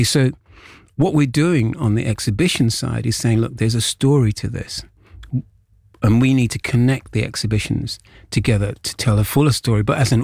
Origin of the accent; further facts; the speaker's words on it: Jamaica; born there; I say we like I was born in Jamaica, we were bouncing off American black music.